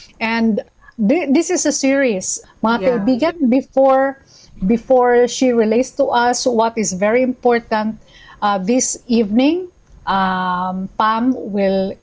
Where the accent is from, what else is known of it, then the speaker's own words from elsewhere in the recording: Thailand; I'm coming from Thailand.